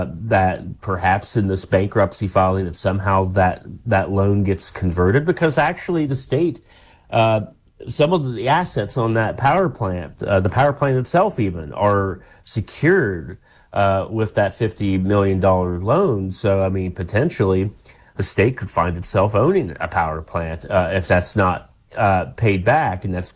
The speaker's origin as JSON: {"language": "English", "area": "Pleasants County", "region": "West Virginia", "country": "United States", "said": "I'm from Pleasants County."}